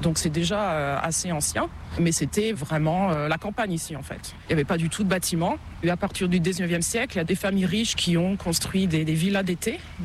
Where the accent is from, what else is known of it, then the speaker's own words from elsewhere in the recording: France; now in Helsinki, Finland; je suis une Française établie en Finlande depuis 22 ans. Helsinki probablement depuis 17 ans.